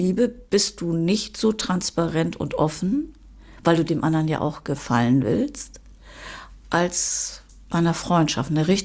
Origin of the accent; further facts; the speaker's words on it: Hamburg, Germany; now in Tenerife, Spain; Ich bin in Hamburg zur Schule gegangen, ich habe da gearbeitet, ich habe alles Hamburg.